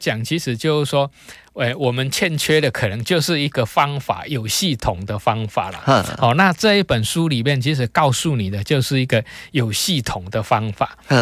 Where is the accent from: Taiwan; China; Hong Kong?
Taiwan; 我们台湾人发明的